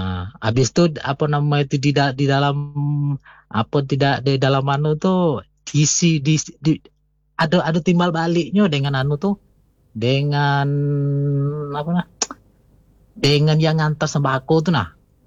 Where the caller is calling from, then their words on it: Jambi, Indonesia; Kalau di dusun saya